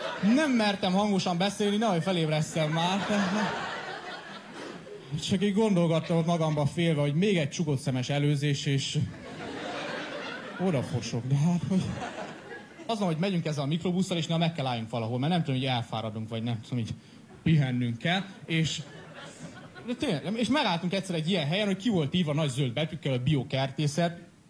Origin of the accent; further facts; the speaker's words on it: Cluj-Napoca, Cluj County, Romania; én külföldi vagyok, én Kolozsvárról jövök